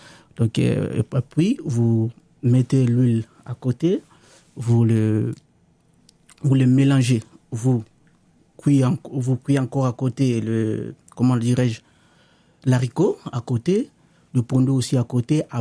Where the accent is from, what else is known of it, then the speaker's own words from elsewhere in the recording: DR Congo; first language Lingala; French is a second language; Du Congo-Kinshasa. Je viens du Congo-Kinshasa, la RDC.